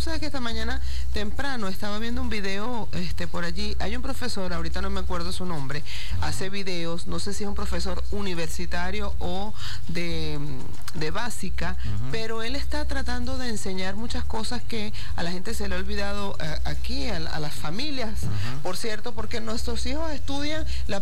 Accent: Venezuela; con los venezolanos. No solo los que quedamos aquí, sino los que se fueron a representar a nuestro país.

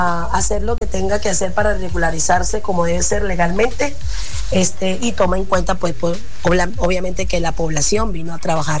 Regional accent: Venezuela; now in Quibdó, Colombia; soy venezolana residente en la ciudad de Quibdó, en el departamento del Chocó, Pacífico colombiano.

